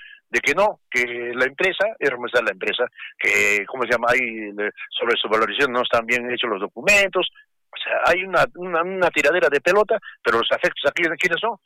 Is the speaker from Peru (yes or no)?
yes; Arequipa, Peru; nos afecta a nosotros como arequipeños.